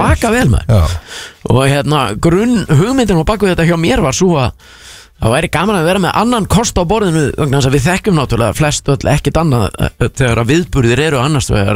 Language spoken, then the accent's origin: Icelandic; Garðabær, Capital Region, Iceland; ég nú alinn upp í Garðabæ og ég fann fyrir því